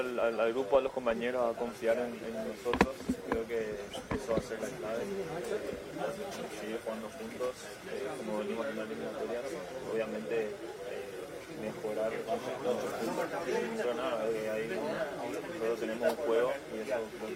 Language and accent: Spanish; Paraguay; moved away; Sí, feliz, contento de estar acá, de estar en mi país con mis compañeros.